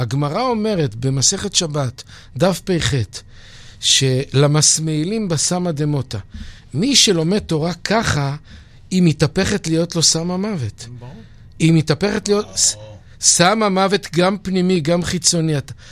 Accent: Bnei Brak, Tel Aviv District, Israel; אני הרי גדלתי בבני ברק

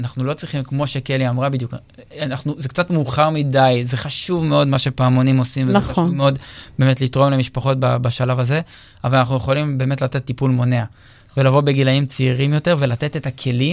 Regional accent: Acre, Northern District, Israel; אז אני גדלתי באקו

